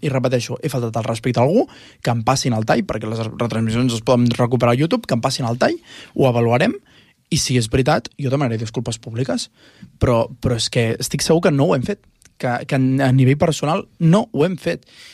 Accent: Tordera, Catalonia, Spain; Som Ràdio Tordera, soc de Tordera

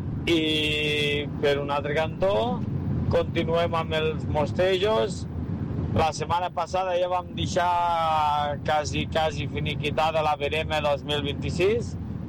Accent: Almenar, Catalonia, Spain; sortint de la festa major del meu poble, d'Almenar

